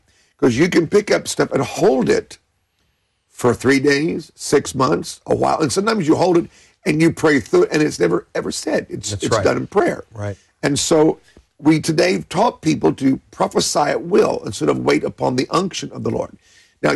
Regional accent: Tulsa, Oklahoma, United States; I grew up in Tulsa.

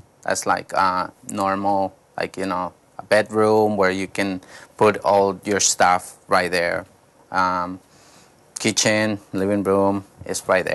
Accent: Bogota, Bogotá Capital District, Colombia; English is a second language; I grew up in the countryside of the main city, Bogota. So I'm from Colombia. The capital is Bogota. So I grew up outside the city till I was 5 years old with my grandma.

